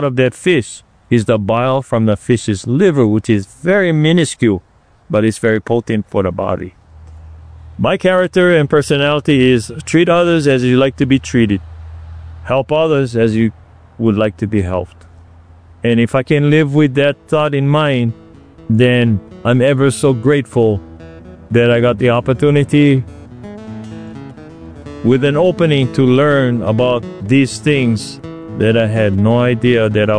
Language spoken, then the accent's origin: English; Hilo, Hawaii, United States; moved away as an adult; now in Waimea, United States; I'm a resident in Waimea. I lived there for close to 40 years. Originally born and raised in Hilo.